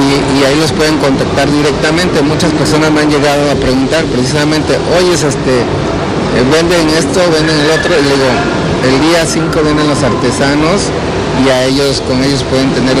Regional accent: Emiliano Zapata, Tabasco, Mexico; soy de Emiliano Zapata

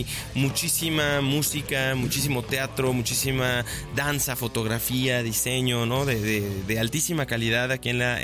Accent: Xalapa, Veracruz, Mexico; born there; also born or lived in Mexico City; yo soy nacido en CDMX, pero adoptado jalapeño. Los 8 años.

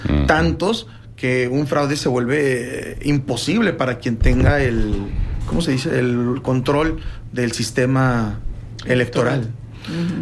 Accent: Gómez Palacio, Durango, Mexico; que soy de Gómez Palacio

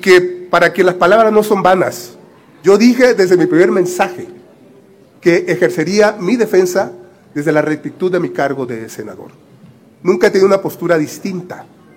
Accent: Badiraguato, Sinaloa, Mexico

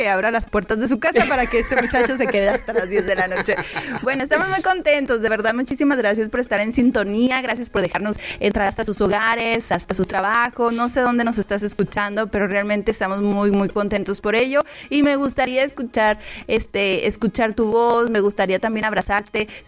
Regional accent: Torreón, Coahuila, Mexico; Venimos desde Torreón, nos levantamos bien temprano. Dijimos, vamos allá con nuestra familia de Monterrey, y pues el día de hoy regresamos también

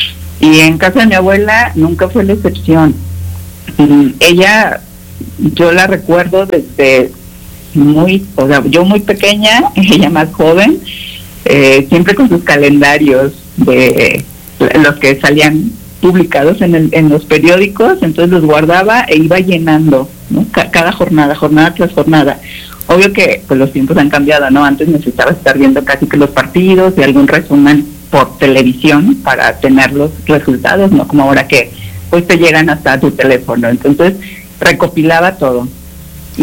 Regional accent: León, Guanajuato, Mexico; born there; soy nacida en León, entonces en León la afición por el fútbol es así como una exageración

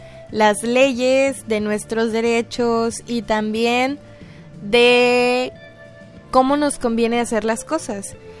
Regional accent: Mexico; la mayoría de nosotros como mexicanos

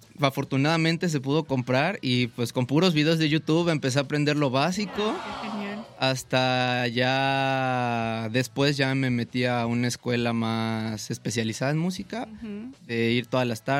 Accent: Xalapa, Veracruz, Mexico; born there; yo nací aquí en Jalapa

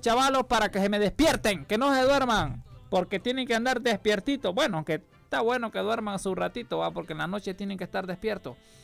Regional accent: Concepción de María, Choluteca, Honduras; born there; moved away; de allá de mi tierra hay una excursión que salía hoy a las 2 de la mañana. Concepción de María Choluteca.

